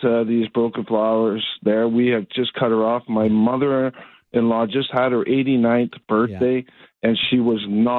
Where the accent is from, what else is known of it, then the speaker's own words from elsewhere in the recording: Sault Ste. Marie, Ontario, Canada; now in Oshawa, Canada; And I'm originally born and raised Sault Ste. Marie.